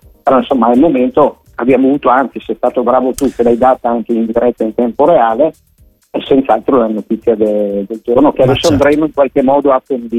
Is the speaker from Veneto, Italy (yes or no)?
yes; Verona, Veneto, Italy; Da veronese, da tifoso dell'Hellas